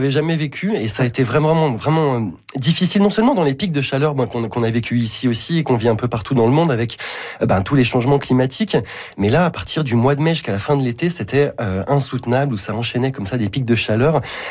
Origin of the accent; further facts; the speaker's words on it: France; moved away as an adult; now in Vancouver, Canada; je suis parti 6 mois, ça fait 9 ans hein, que je suis à Vancouver, donc le Canada et Vancouver, ça fait vraiment partie intégrante de mon identité, mais évidemment, mon identité française, c'est pas dissoute comme ça dans ce processus.